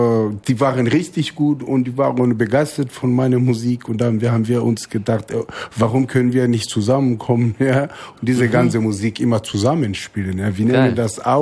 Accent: Rwanda; now in Frankfurt, Germany; wir sind zusammen aufgewachsen in Ruanda

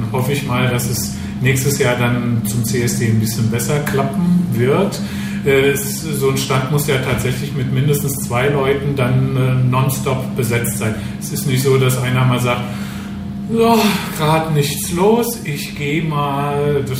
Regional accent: Frankfurt, Hesse, Germany; Ich bin Frankfurter. Da macht man natürlich immer Witze über die Offenbacher.

